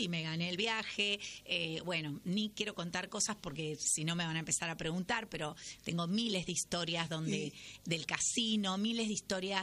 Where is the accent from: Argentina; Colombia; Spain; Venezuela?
Argentina; somos argentinas